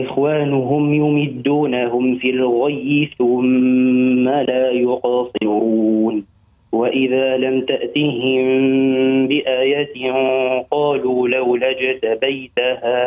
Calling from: Zaghouan Governorate, Tunisia; ولاية زغوان

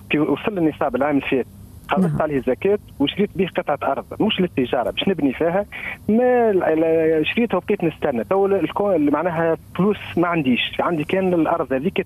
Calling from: Sbeitla, Kasserine Governorate, Tunisia; من القصرين.

